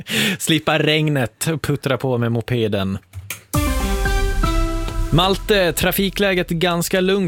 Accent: Gotland, Sweden; Det var mest moped

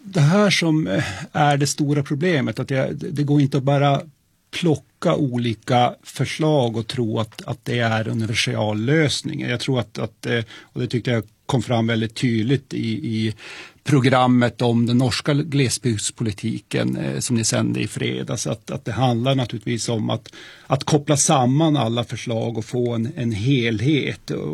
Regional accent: Luleå, Norrbotten County, Sweden; Och där har vi ju fattat beslut om att lägga ett beredskapslager i min hemkommun Luleå.

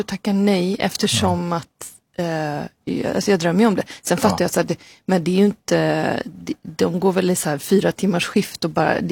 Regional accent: Gothenburg, Västra Götaland County, Sweden; Jag är liksom uppvuxen här i Göteborg och spenderade somrarna ute på Hälsö, Göteborgs norra skärgård.

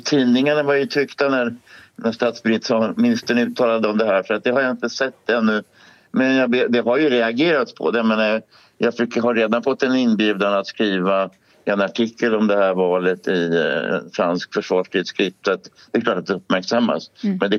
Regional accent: Sweden; Alltså, jag är fortfarande svensk, jag är ju inte en svensk nationalpatriot.

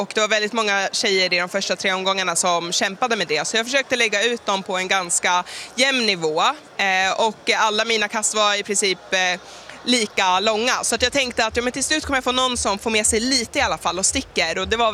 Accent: Sweden; hemma i Sverige

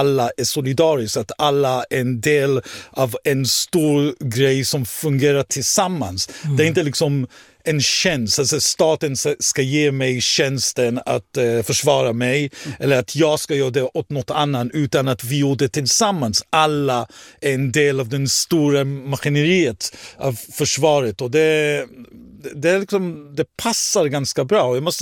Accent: Israel; Swedish is a second language; där jag kommer ifrån, Israel, så är det krig hela tiden.

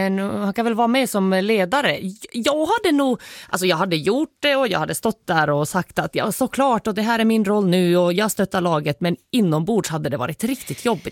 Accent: Finland; jag är ju född och uppvuxen i Finland och då är det mycket med insjöar, eller i en trakt med insjöar.

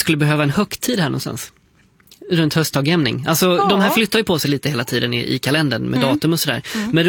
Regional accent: Småland, Sweden; hemma i Småland har vi trandagen

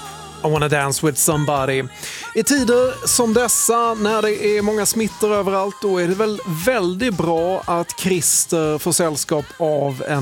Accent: Skåne, Sweden; jag är ju hör och häpna från Skåne

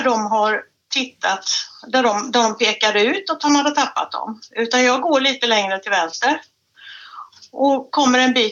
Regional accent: Ulricehamn, Västra Götaland County, Sweden; now in Bottnaryd, Sweden; Jag kom ifrån Ulricehamn och jag är bottnare nu. Så vi är i Småland i alla fall.

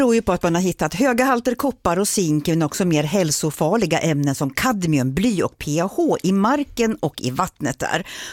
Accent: Västerås, Västmanland County, Sweden; Vi är 60-talister båda två. Vi är från Västerås båda två.

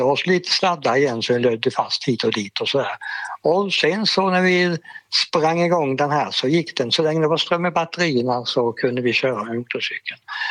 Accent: Sävsjö, Jönköping County, Sweden; Så jag gick ner till biblioteket hemma i Sävsjö och lånade en bok om hur tändsystem fungerar på motorer.

